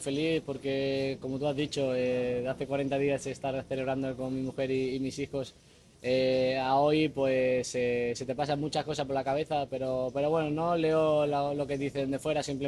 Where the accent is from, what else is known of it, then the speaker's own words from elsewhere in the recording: Spain; me estuve bañando cuando ganamos el Mundial en la plaza de España de mi pueblo